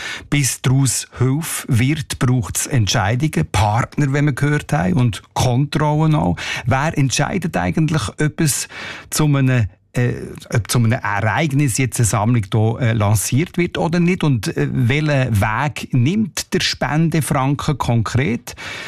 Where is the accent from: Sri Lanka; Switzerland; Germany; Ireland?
Switzerland; wenn eine Naturkatastrophe zum Beispiel hier unmittelbar bei uns in der Schweiz passiert.